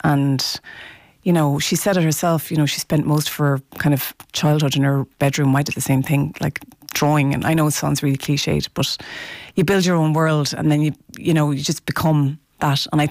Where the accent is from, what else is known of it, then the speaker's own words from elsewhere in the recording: Tuam, Connacht, Ireland; now in Wicklow, Ireland; I grew up in Tuam and I've reconnected with that.